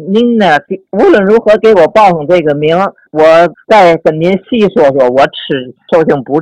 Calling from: Tianjin, China; 我是天津的，河北区，

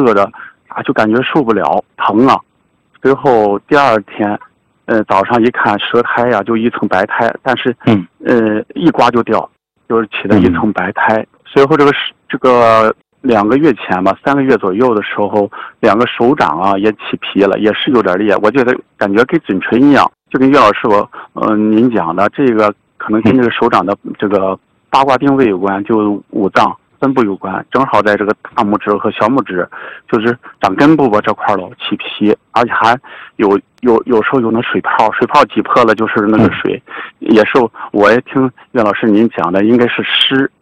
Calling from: Cangzhou, Hebei, China; 我是来自河北省沧州市的， … 。我的出生年月日呢，农历是1975年腊月初十早上八点半多吧生

